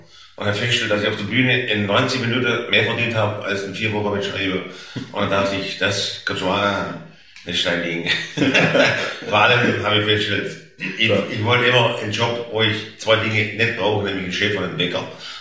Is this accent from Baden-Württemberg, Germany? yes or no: yes; Stuttgart, Baden-Württemberg, Germany; accent: Swabian